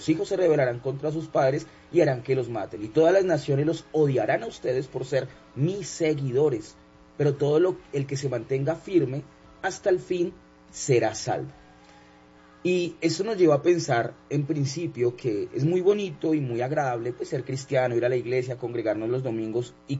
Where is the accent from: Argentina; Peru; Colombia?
Colombia; Bueno, pues definitivamente como cristianos colombianos, creería que represento al pensamiento o al sentir de muchos